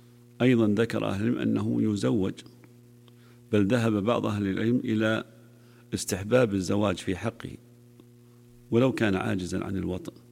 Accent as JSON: {"language": "Arabic", "country": "Saudi Arabia", "said": "عندنا في المملكة العربية السعودية"}